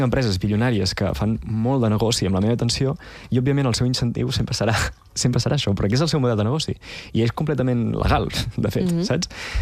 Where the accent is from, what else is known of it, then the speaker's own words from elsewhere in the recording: Olot, Catalonia, Spain; Que si jo necessito anar a Barcelona i sóc d'Olot, doncs necessito un Google Maps per arribar on he d'arribar.